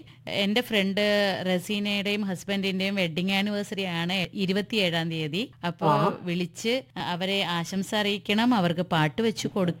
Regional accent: Ernakulam, Kerala, India; എറണാകുളത്ത് തന്നെയാണ് എന്റെ സ്ഥലം.

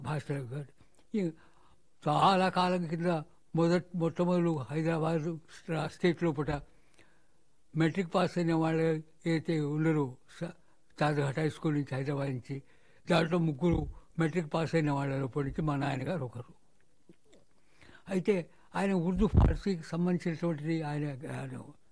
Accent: Madikonda, Telangana, India; నాకు పరిసరాల అవగాహన కలిగినప్పటి నుంచి మడికొండలో ఉన్నాను, అక్కడనే తెలిసింది.

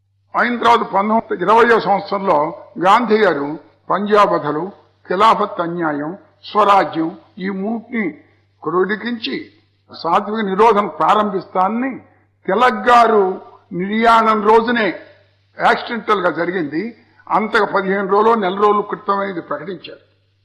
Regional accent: Andhra Pradesh, India; మాది మా కంటసాల గ్రామం చాలా పెద్ద గ్రామం. చుట్టూ 13 గ్రామాలకు అది సెంటరు

